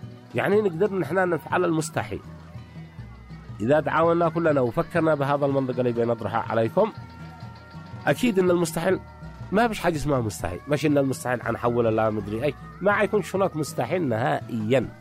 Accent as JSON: {"language": "Arabic", "country": "Yemen", "said": "أنا يمني وأفتخر بمنتجي الزراعي اليمني. أنا يمني وأستهلك محصول أرضي."}